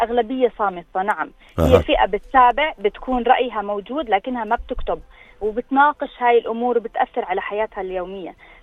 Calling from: Jordan; عندنا في الأردن

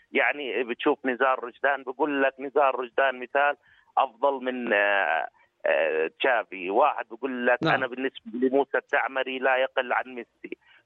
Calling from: Jordan; احنا كأردنيين

